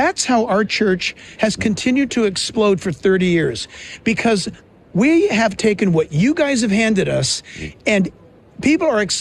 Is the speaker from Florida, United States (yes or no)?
no; California, United States